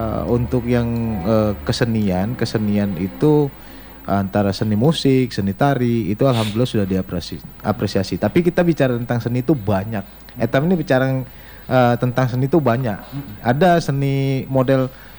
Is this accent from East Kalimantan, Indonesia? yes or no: yes; East Kalimantan, Indonesia; Marilah kita sama-sama sebagai orang Kutai. Jadi saya campur bahasa Indonesia ini bahasanya.